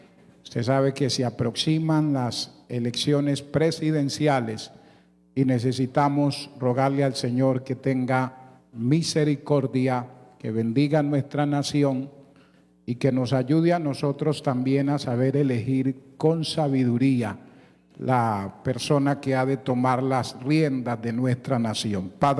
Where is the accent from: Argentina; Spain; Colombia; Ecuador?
Colombia